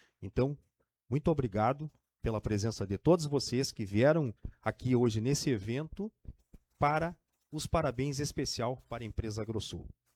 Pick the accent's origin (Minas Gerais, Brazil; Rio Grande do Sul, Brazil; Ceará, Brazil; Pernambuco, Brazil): Rio Grande do Sul, Brazil